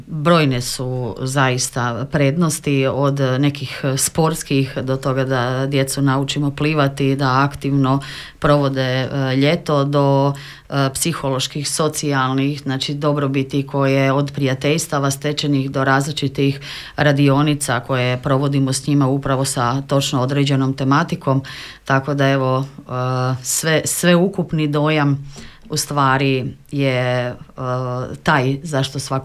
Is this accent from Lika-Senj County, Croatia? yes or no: yes; Gospić, Lika-Senj County, Croatia; Inače dolazim iz Gospića i po zanimanju sam učiteljica razredne nastave.